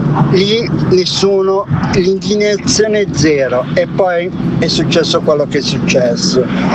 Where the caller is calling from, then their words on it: Lombardy, Italy; città metropolitana di Milano.